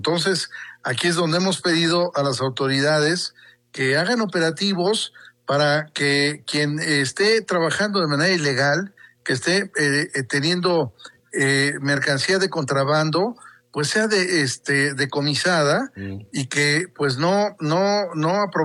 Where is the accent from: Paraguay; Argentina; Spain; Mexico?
Mexico; lo que realmente somos los mexicanos